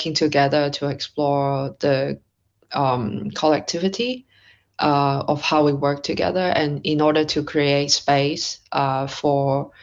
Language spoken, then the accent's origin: English; Hong Kong; now in London, United Kingdom; I'm from Hong Kong. I am currently in London. But for 1 year. But I usually based in Hong Kong.